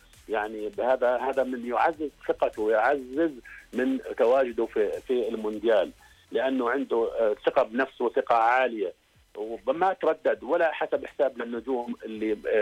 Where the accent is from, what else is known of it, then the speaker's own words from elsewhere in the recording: Jordan; احنا الشارع الرياضي عندنا في الأردن وحتى كل الشعب الأردني مهتم